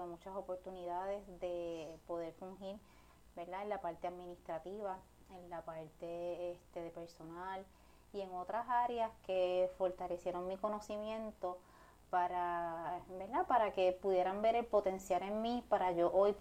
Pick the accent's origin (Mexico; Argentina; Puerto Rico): Puerto Rico; Aibonito; now in San Juan metropolitan area, Puerto Rico; aquí pues hay bonito, este era el hospital nuestro, nosotros veníamos aquí a cada rato, jugábamos aquí en la parte de atrás de sala de emergencia, cuando eso todavía eran casas residenciales. Así que, pues, estaba encantada porque dije, voy a regresar a mi pueblo.